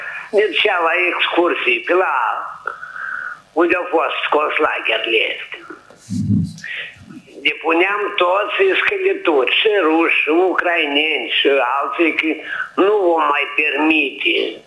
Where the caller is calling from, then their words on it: Moldova; Noi suntem moldoveni